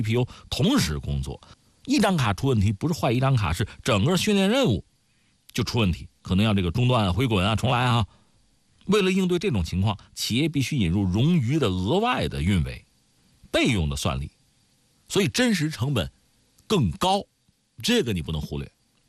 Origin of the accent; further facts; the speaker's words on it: China; 我们是中国人